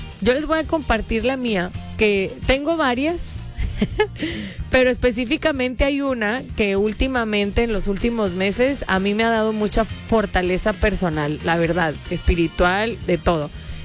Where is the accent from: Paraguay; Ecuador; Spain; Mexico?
Mexico